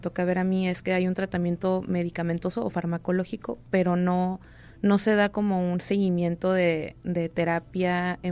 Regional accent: Mexico; como mexicanos tenemos algunas cosas culturales

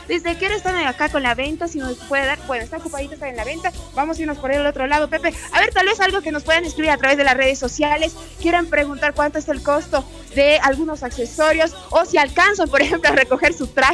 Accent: Bolivia

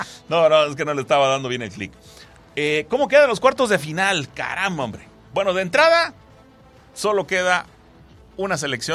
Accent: Mexico; Siendo yo mexicano, pues siempre voy con México, obvio.

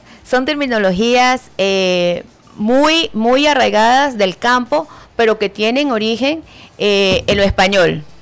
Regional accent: Manabí, Ecuador; quiénes somos los manabitas

